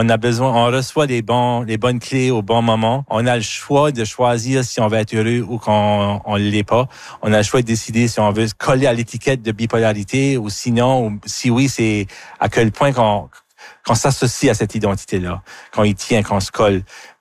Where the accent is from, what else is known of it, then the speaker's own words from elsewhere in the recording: Acadia, Canada; je viens de l'Acadie